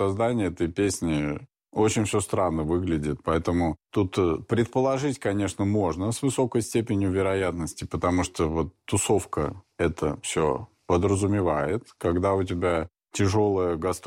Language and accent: Russian; Dnipropetrovsk Oblast, Ukraine; мы все из Днепропетровской области.